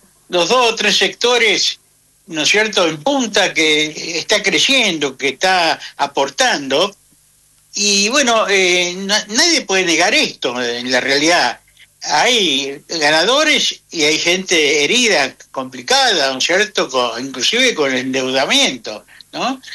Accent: La Pampa, Argentina; moved away; also born or lived in Buenos Aires; yo soy porteño, pero nacido acá, pero me crié en la Pampa

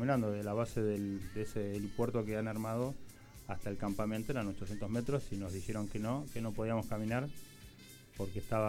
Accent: Argentina; ¿de dónde sos? Argentino

